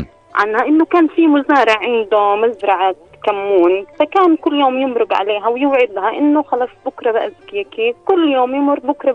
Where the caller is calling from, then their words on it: Amman, Amman Governorate, Jordan; بحكي معك من عمان.